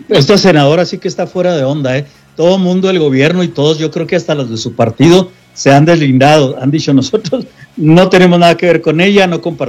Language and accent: Spanish; Mexico; si somos mexicanos.